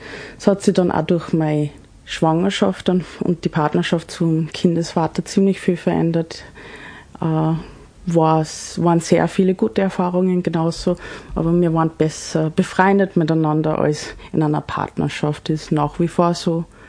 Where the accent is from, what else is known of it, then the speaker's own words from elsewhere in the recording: Salzburg, Austria; born there; German is a second language; also born or lived in Canada; Also ich bin als junges Dirndl im Pinzgau gezogen, aus einem fremden Land